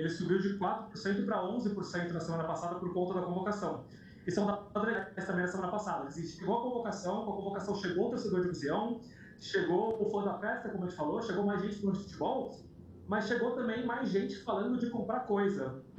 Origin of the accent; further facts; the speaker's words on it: Brazil; E eu vou te falar que eu, como brasileiro fã de futebol